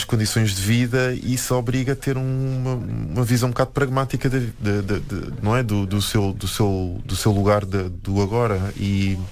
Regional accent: Cova da Moura, Lisbon, Portugal; born there; Ela, não, a minha família é da Somada, okay. Eu nasci na Cova da Moura.

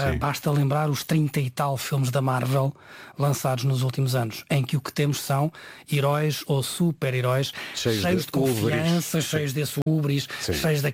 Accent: Portugal; Nos portugueses nós estamos muito habituados a ler as legendas

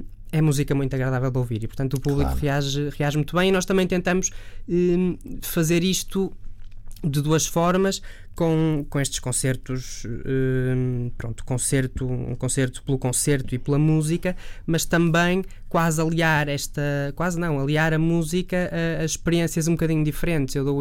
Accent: Santo Tirso, Norte, Portugal; moved away as an adult; also born or lived in Amsterdam / Geneva; Eu sou de Santo Tirso.

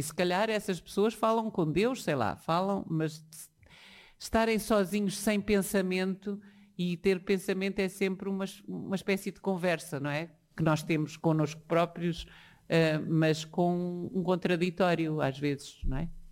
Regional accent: Ovar, Norte, Portugal; Eu sou de Ovar.

